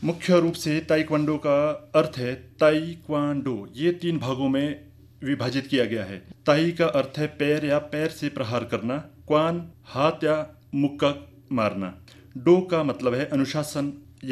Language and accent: Hindi; Himachal Pradesh, India; moved away as an adult; मैं बेसिकली देहावलसन का रहने वाला हूँ और मेरा बचपन देहावलसन में ही बीता है, क्योंकि गांव के रहने वाले हैं।